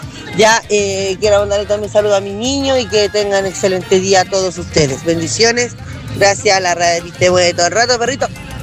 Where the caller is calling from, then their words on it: San Felipe, Valparaíso, Chile; de San Felipe